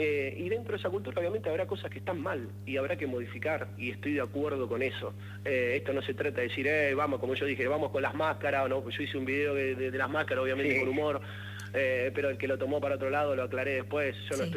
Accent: Argentina

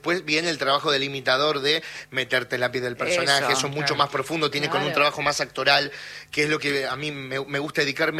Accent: Lomas de Zamora, Buenos Aires Province, Argentina; yo soy de Lomas de Zamora, de sí. Zona

